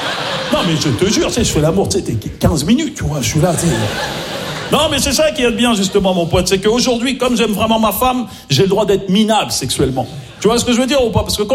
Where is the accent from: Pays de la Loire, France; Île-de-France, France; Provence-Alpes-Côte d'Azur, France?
Île-de-France, France; Maisons-Alfort; parce que j'ai grandi à Maison Alphand, en plus, tu vois, dans le 9-4, tu vois, j'ai grandi...